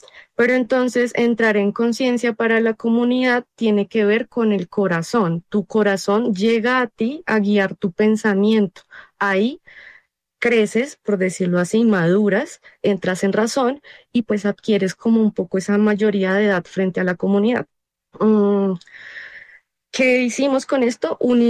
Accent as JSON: {"language": "Spanish", "town": "Suba", "region": "Bogotá", "country": "Colombia", "said": "yo soy de Suba y la mayoría de las personas que conformamos la editorial pues somos de Suba."}